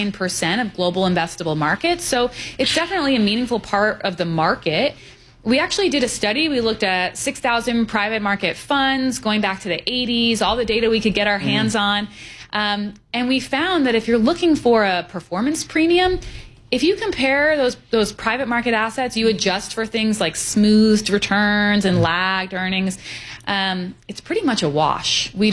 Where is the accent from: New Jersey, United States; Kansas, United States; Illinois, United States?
New Jersey, United States; now in Austin, United States; I'm from New Jersey, so I'm a local. But I've been in Austin for over a decade.